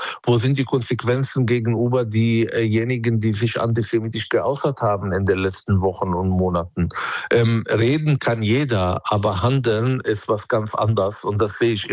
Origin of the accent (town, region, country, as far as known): Palestine